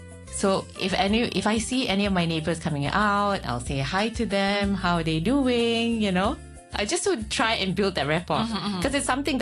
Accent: Malaysia; now in Hong Kong; Because growing up in Malaysia, there's always a natural habit of getting to know your neighbors or getting to know people around you.

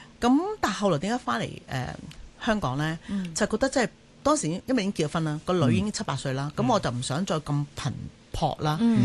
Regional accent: Guangdong, China; 因为后来我去到宁波啦，咁啊有啲老太太啦，咁嗰时候就好得意啦，我就开始识得咧，哦，原来人同人嘅沟通咧，都有啲我哋广东人叫收买啊嘛

